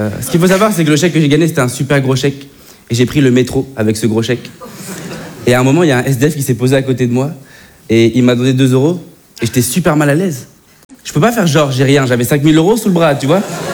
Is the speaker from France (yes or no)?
yes; Bordeaux, Nouvelle-Aquitaine, France; Moi je viens de Bordeaux, je sais pas s'il y en a qui me connaissent par applaudissement dans la salle.